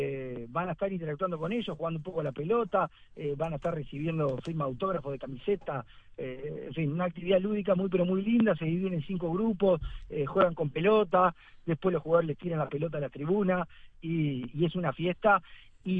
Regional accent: Uruguay; que soy uruguayo

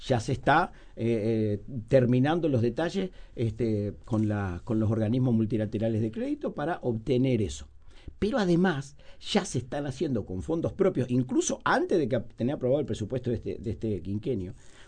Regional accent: Montevideo, Uruguay

